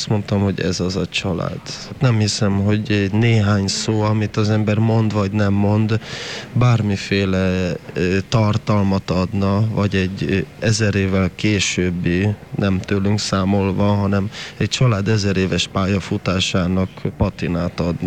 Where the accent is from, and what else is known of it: Hungary